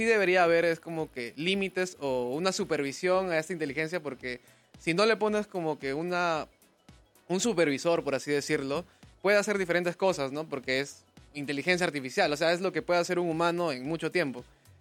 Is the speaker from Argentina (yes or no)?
no; Peru; en Perú tenemos el talento